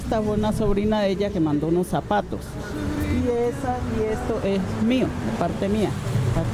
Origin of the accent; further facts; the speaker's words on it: Padilla, Cauca, Colombia; Yo soy de Padilla, Cauca, pero vivo en Calimío de Cepas.